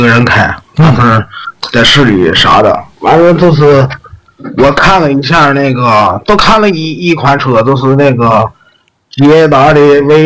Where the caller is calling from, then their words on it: Tianjin, China; 我是天津的，